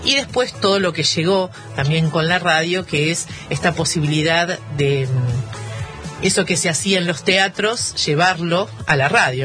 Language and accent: Spanish; Argentina; para quienes somos argentinos, argentinas